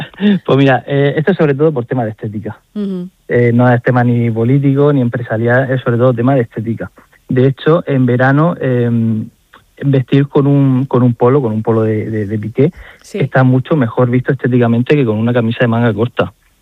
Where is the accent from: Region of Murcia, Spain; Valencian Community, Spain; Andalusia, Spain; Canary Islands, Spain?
Region of Murcia, Spain; Cartagena; yo soy cartagenero, esto se dice mucho en Cartagena, pero yo creo que en toda la región de Murcia.